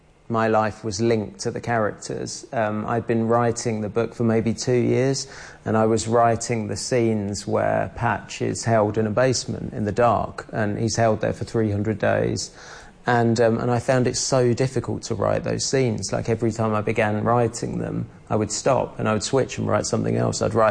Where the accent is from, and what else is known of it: London, United Kingdom; born or raised there